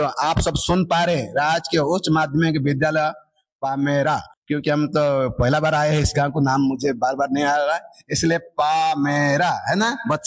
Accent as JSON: {"language": "Hindi", "region": "Odisha", "country": "India", "said": "जैसे हम उड़ीसा से आए, हमें हिंदी नहीं आएगा तो हमें बोलेगा अरे कहाँ से आ गए, साउथ से।"}